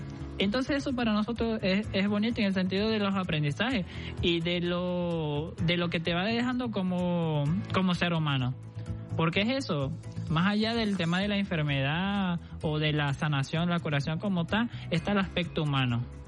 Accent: Brazil; Spanish is a second language; now in Venezuela; No soy venezolano. ¿De dónde eres? Soy de Brasil.

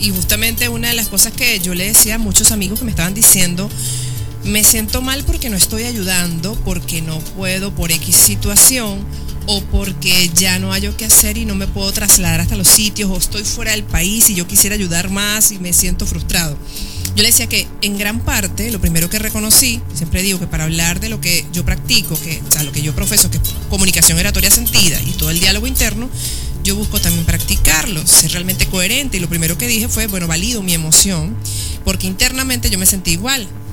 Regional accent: Venezuela; lo que nos podemos decir como venezolanos

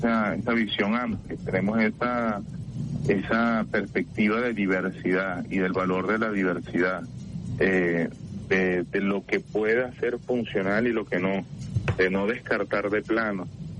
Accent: Venezuela; decirles en la cara quiénes somos, a dónde vamos, y lo que significamos nosotros para el mundo como venezolanas, como venezolanos, como patria grande.

